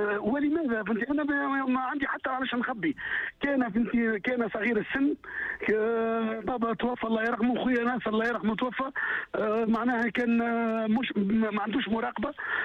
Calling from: France; تحيه من الاعماق من فرنسا بالتحديد

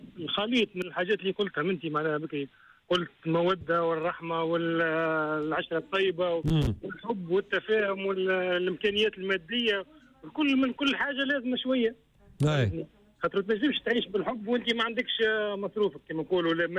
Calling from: Tunisia; احنا الشعب التونسي معناها نحكي كتونسي أنا

